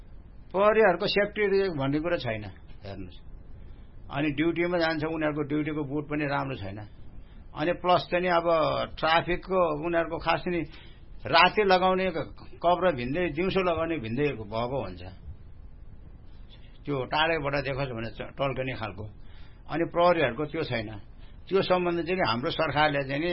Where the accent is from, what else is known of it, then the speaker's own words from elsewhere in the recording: Gandaki Province, Nepal; born there; also born or lived in Singapore; now in Pokhara, Nepal; म मेरो जन्मभूमि गाउँ तान्चोक कोडगाउँ हाल बसोबास पोखरा बाग बजार